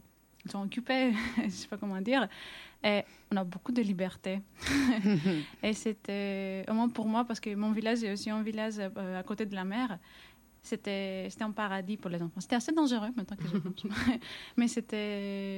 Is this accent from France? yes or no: no; Crete, Greece; moved away